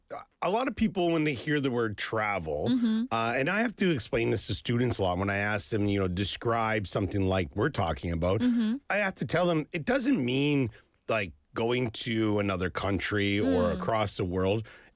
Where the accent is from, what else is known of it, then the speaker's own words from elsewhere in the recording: Canada; now in South Korea; we live in Korea. I'm originally from Canada